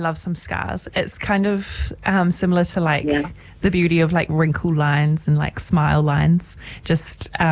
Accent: Mokau, Taranaki, New Zealand; home is Mōkō here in Taranaki.

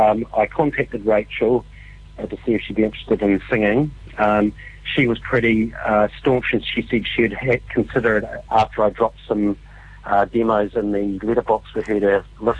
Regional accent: Dunedin, Otago, New Zealand; moved away as an adult; also born or lived in Auckland; I was living in Auckland at the time. I'm originally from Te Pōti, Dunedin, where we are based now, but I was living in Auckland

